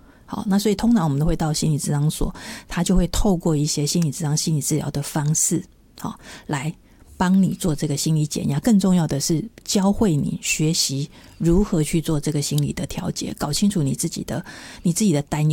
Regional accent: Taiwan; 我们台湾人有一种想法

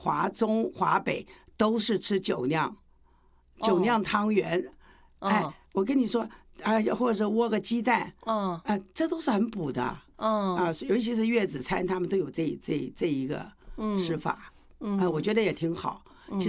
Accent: Taiwan; 其实跟我们台湾人的做法是一模一样的

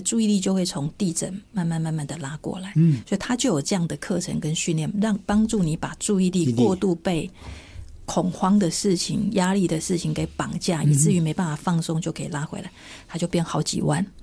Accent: Taiwan

